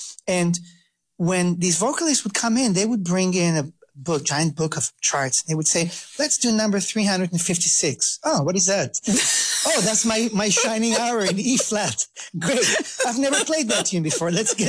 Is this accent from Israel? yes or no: yes; Israel; English is a second language; now in United States; And one of the first jazz musicians I heard growing up in Israel before I left to go to the US was